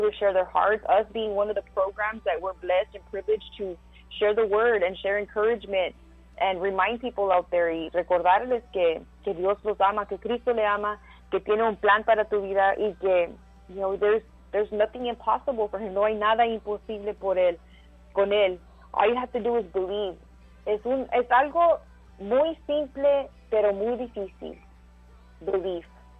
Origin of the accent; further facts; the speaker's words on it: Donna, Texas, United States; Muchos nos preguntan de dónde estamos. Pues we're from Donna, somos de Donna.